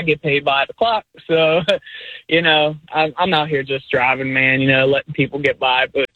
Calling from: Baltimore, Maryland, United States; Baltimore.

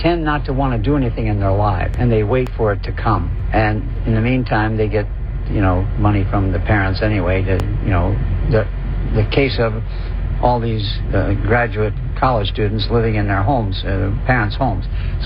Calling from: Orange County, California, United States; Hi, I'm from Orange County.

